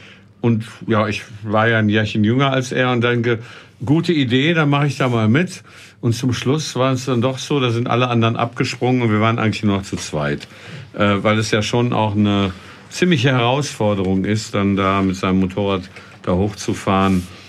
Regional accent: Detmold, North Rhine-Westphalia, Germany; moved away as an adult; also born or lived in Frankfurt; bin ich ja aus Westfalen, ne, aus der Nähe von Bielefeld übrigens, aus Detmold, bin ich dann nach Frankfurt gekommen, ins Rhein-Main-Gebiet.

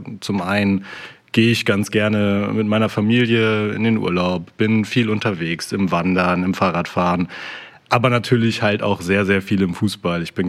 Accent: Hamburg, Germany; Also dadurch, dass ich gebürtiger Hamburger bin

